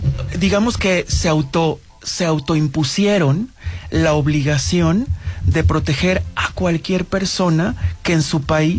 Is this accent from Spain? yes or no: no; southern Mexico, Mexico; moved away; personas que somos chaparritos, morenitos, bla bla, cuando llenamos ciertas características físicas que se le connotan mucho al